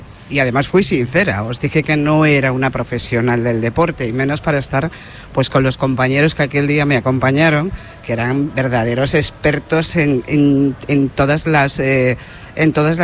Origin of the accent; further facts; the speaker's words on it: Levante, Spain; now in A Coruña, Spain; Sí, sí, de Levante, de Levante.